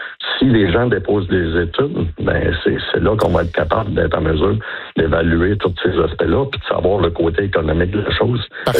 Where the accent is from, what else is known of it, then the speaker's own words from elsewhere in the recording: Quebec, Canada; Moi, je suis un Québécois canadien.